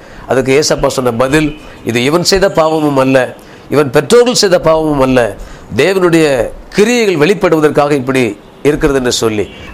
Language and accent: Tamil; Gummidipoondi, Tamil Nadu, India; நான் பிறந்து வளர்ந்ததெல்லாம் கும்மிடிப்பூண்டி தான், ஒரு சின்ன ஒரு வில்லேஜ், ஒரு அது பேர் வெட்டு காலனி.